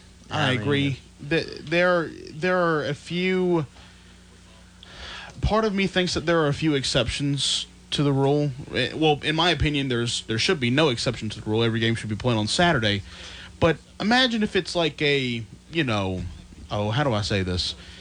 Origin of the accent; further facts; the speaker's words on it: Henderson, North Carolina, United States; But I'm kind of I'm at least from Henderson, North Carolina. It takes about 3 hours flat to get from here to Charlottesville, Virginia.